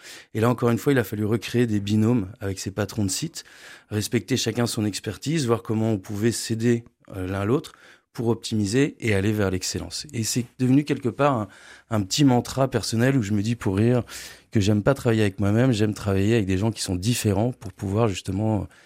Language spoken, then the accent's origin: French; Lille, Hauts-de-France, France; also born or lived in Paris; moi je suis Lillois, j'ai fait ma scolarité à Marcq-en-Barœul, dans la région, et j'ai ensuite fait l'ESC Lille, qui s'appelle maintenant Schema, donc voilà, toutes mes études sur Lille. J'ai commencé à travailler à Paris